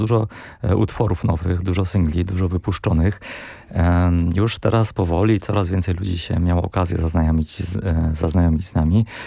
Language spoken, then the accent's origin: Polish; Berlin, Germany; now in Poland; ja wychowałem się w Niemczech, w Berlinie.